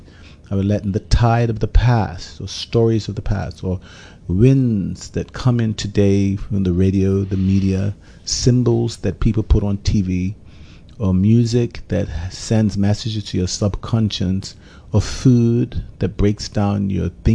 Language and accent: English; St. David's, St. George's, Bermuda; born there; also born or lived in Somerset, Bermuda; And we moved to St. David's. I was about 3 years old.